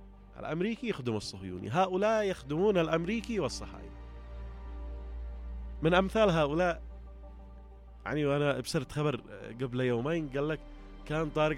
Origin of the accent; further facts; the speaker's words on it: Yemen; وعندنا في اليمن كم يا منافقين.